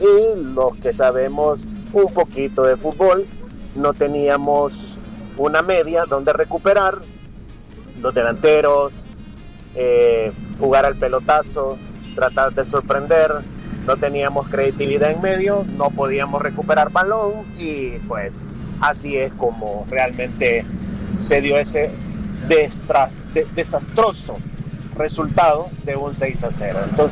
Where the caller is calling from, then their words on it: El Salvador; como salvadoreño de corazón que sufre siempre cuando la selecta juega y pierde de esa manera